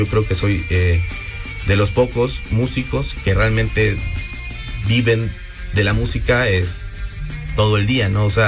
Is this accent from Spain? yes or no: no; Campeche, Mexico; moved away as an adult